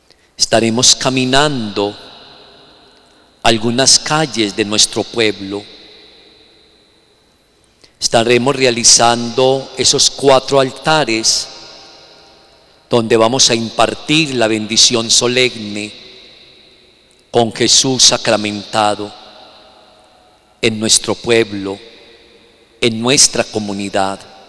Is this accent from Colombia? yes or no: yes; Colombia